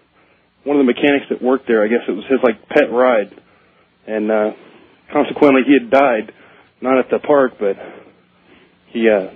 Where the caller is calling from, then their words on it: Quartz Hill, California, United States; in Quartz Hill.